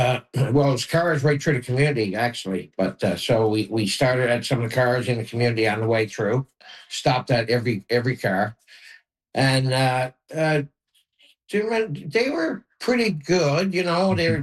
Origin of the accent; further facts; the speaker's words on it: Newfoundland and Labrador, Canada; moved away; also born or lived in Ontario; Well, I think it's, you know, in our nature, I think, just being a Newfoundlander.